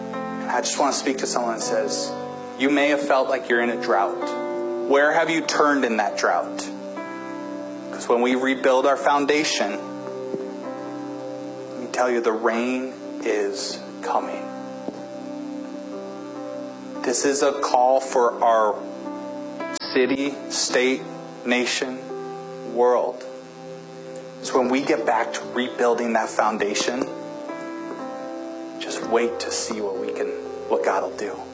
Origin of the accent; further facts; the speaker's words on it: Washington, United States; I grew up in the Northwest.